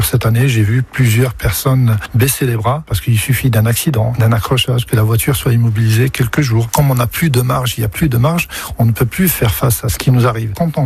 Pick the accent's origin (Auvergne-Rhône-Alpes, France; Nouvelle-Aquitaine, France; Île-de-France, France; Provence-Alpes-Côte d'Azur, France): Nouvelle-Aquitaine, France; Bordeaux; born there; J'ai 46 ans et ça fait maintenant 36 ans que je suis à Bordeaux.